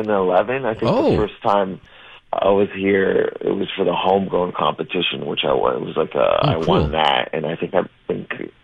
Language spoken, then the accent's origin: English; Windsor, Ontario, Canada; now in Los Angeles, United States; my home is Los Angeles.